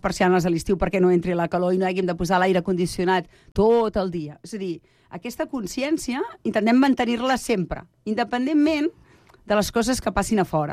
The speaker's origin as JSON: {"language": "Catalan", "town": "Berga", "region": "Catalonia", "country": "Spain", "also_born_or_lived": "Manresa / Sant Vicenç dels Horts", "moved": "yes", "lives_now": "Sant Cugat del Vallès, Spain", "said": "nosaltres som tots dos de Berga"}